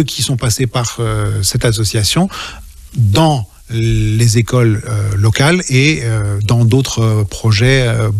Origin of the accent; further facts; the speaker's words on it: Madagascar; parce que je venais de Madagascar, que je n'avais jamais entendu ce genre de musique, j'ai ouvert grand les yeux.